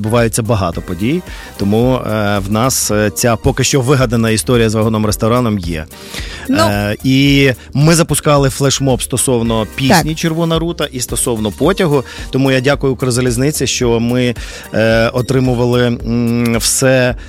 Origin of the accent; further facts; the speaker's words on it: Ivano-Frankivsk, Ivano-Frankivsk Oblast, Ukraine; тому що я виріс в Івано-Франківську